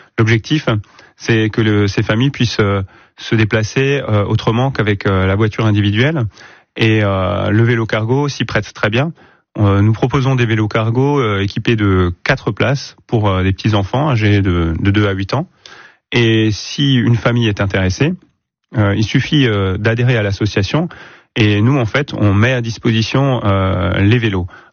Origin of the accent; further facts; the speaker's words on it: Sélestat, Grand Est, France; J'ai grandi moi-même à Célestat